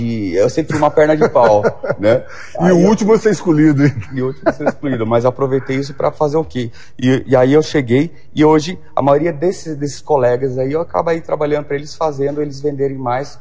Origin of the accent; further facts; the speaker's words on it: São Paulo, Brazil; born there; also born or lived in Assis, Brazil; eu nasci em Assis. Logo pequeno, eu fui para São Paulo